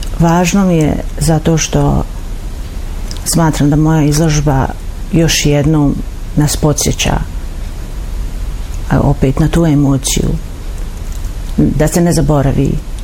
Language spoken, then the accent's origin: Bosnian; Tuzla, Federation of Bosnia and Herzegovina, Bosnia & Herzegovina; Moja prva izložba u Tuzli, u mom rodnom gradu. Ja sam ovdje rođena i odrasla sam ovdje